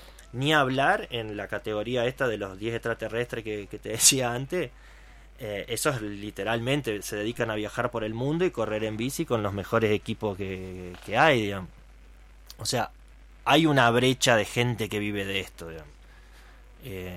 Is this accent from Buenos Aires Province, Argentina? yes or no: no; Valle María, Entre Ríos, Argentina; en Valle María somos 4.500 personas. No somos tanto.